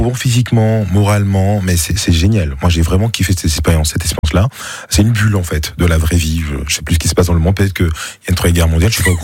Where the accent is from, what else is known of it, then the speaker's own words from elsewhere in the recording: Benin; moved away as an adult; now in France; je suis là depuis 20 ans. Je suis pas né ici, j'ai grandi au Bénin et je suis arrivé à mes 20 ans